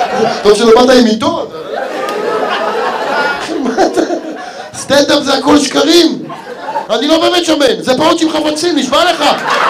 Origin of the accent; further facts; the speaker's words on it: Ramla, Central District, Israel; אני במקור גדלתי ברמלה, אמיתי.